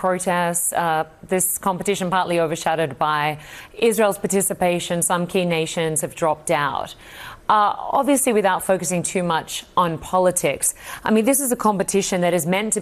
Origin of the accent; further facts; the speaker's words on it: Australia; Of course, my home country of Australia is represented